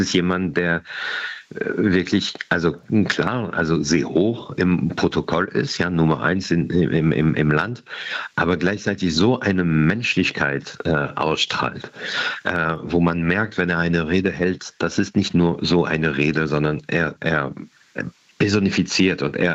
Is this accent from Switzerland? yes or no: no; Paris, Île-de-France, France; moved away; als Kind, ich war in Paris, ich bin in Paris geboren, aufgewachsen